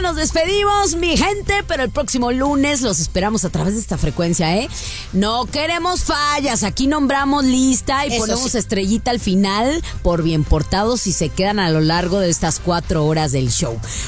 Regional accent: Guadalajara, Jalisco, Mexico; Nosotras somos las tapatías que importaron desde Guadalajara, Guadalajara, Jalisco, México.

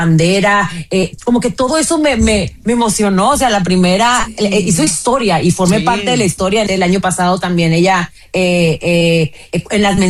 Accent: Tijuana, Baja California, Mexico; moved away as an adult; now in United States; aun cuando yo nací aquí en México, nací en Tijuana, crecí en Tijuana, pues yo ya tengo más de 25 años viviendo en Estados Unidos. Ya formo parte de lo que sería, vendría siendo como, pues estoy medio latinoamericanizada

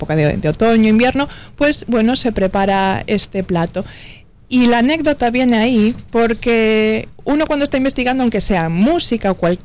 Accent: Galicia, Spain

